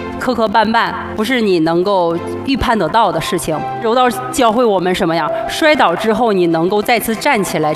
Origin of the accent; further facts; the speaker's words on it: Northeast China, China; 我是东北人，所以呢我特别喜欢吃家乡的菜，我们出国比赛都会带东北的大酱大葱。